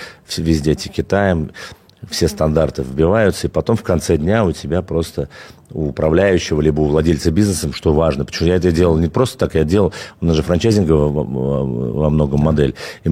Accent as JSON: {"language": "Russian", "town": "Khimki", "region": "Moscow Oblast", "country": "Russia", "tie": "born or raised there", "said": "Слушай, ну я родился в Химках, это Подмосковье, на левом берегу, в частности, да, это такой подмосковный район, ну, прям сразу за кольцевой дорогой, учился в спортивной школе"}